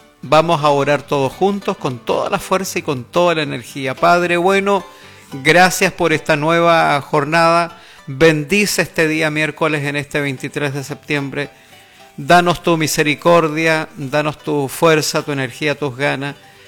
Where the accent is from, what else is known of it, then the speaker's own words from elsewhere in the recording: Chile; Todo lo contrario, somos chilenos todo el año y aquí en el matinal Buenos Días Provincia tenemos un rinconcito